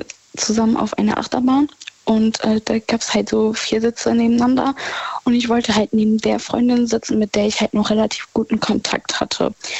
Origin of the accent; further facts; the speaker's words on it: Rhineland-Palatinate, Germany; In der Nähe von Gerolstein.